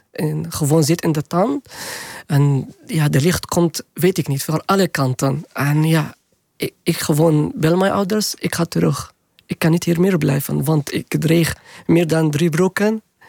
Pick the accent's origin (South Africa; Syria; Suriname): Syria; Dutch is a second language; now in Netherlands; ik kwam uit Syrië.